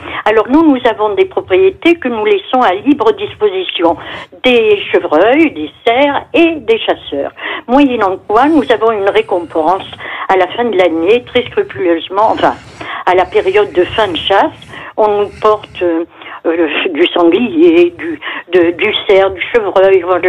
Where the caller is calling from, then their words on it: Génis, Nouvelle-Aquitaine, France; D'un petit village du Périgord